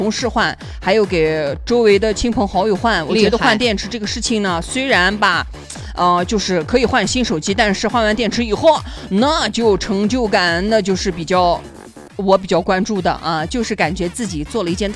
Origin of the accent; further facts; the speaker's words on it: Xinjiang, China; 作为就是土生土长的新疆女孩子